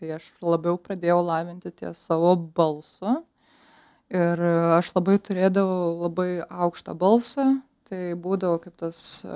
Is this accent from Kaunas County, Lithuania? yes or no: no; Marijampolė, Marijampolė County, Lithuania; Iš pačios Marijampolės, tikras suvalkietė.